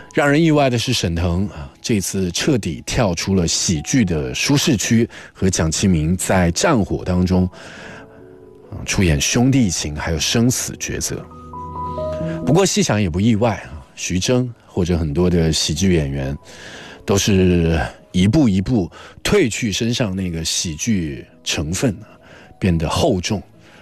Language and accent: Chinese; China; 我们中国人